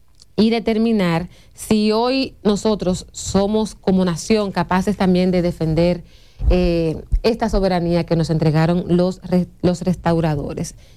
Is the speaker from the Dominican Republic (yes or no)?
yes; Dominican Republic; qué estamos haciendo nosotros como dominicanos, como ciudadanos